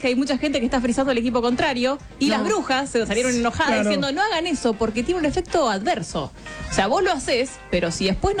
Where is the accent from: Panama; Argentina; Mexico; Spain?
Argentina; somos cabuleros los argentinos